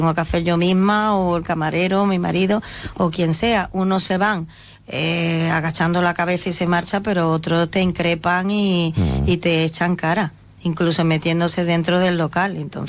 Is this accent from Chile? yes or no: no; Ceuta, Spain; Yo soy nacida aquí en Ceuta, de padre ceutí también, todos mis hermanos, toda la familia.